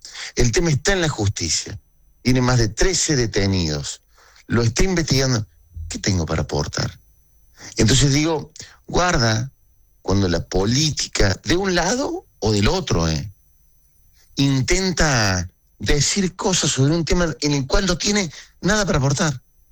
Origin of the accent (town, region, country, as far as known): Córdoba, Argentina